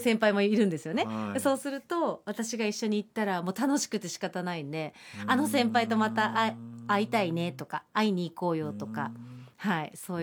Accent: Tochigi, Japan; now in Tokyo, Japan; 私はもう地元の栃木がもう大好きなので、ええ、栃木に、まあ、今度またお盆の時期も帰りますけど

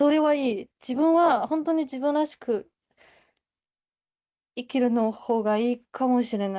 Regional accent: Zhejiang, China; Japanese is a second language; moved away as an adult; now in Japan; 今年は27歳になります。出身は中国の浙江省です。上海の隣の、上海は東京なら、うちはなんか千葉、横浜みたいな。

